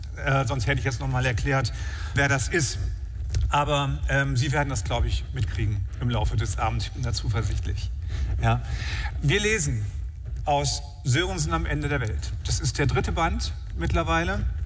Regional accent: Tönning, Schleswig-Holstein, Germany; Ich komme ja aus Tönning, das ist für mich hier alles noch Heimspiel.

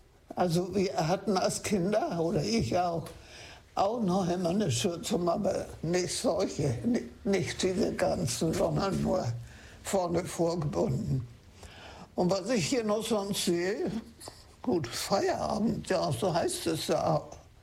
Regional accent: Oldsum, Schleswig-Holstein, Germany; Ich bin hier in Oelzum auf Föhr geboren und bin hier im Johanniterhaus seit 2009.

